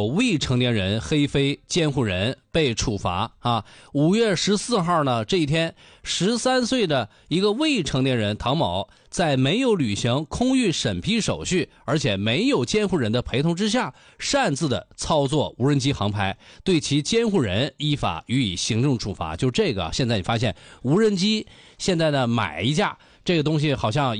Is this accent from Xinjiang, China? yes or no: no; Dalian, Liaoning, China; 作为大连人